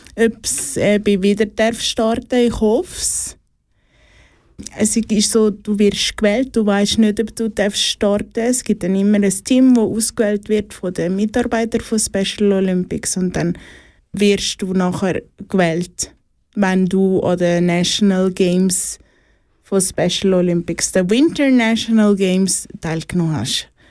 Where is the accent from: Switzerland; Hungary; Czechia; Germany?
Switzerland; Zurich; born there